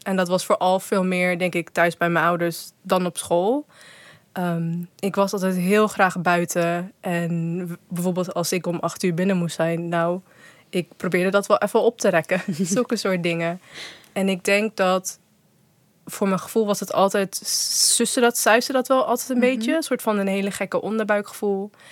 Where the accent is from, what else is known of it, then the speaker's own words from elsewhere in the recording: South Africa; ik ben Zuid-Afrikaans en ik ben Nederlanders